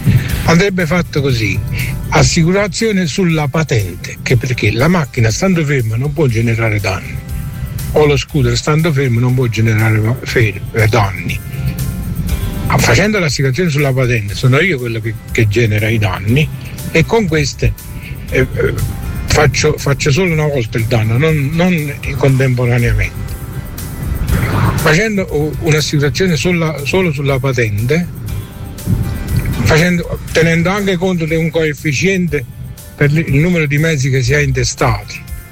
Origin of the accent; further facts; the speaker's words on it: Avellino, Campania, Italy; sono di Avellina.